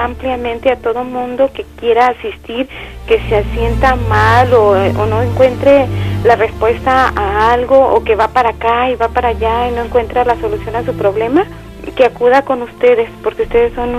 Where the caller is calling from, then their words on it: Tlajomulco de Zúñiga, Jalisco, Mexico; De Tlajomulco.